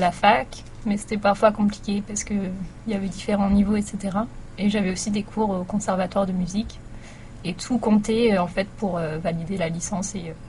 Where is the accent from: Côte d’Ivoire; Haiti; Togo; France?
France; Brittany; Moi, je viens de Bretagne.